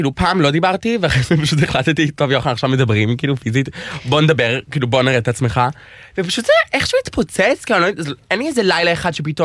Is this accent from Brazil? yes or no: no; Australia; Hebrew is a second language; now in Israel; הגעתי ללוד שם, הכרתי את התרבות, וישר תחשבו, מישהו מאוסטרליה, כולי פמפרד, כולי כזה, פתאום הגיע ללוד, רמלה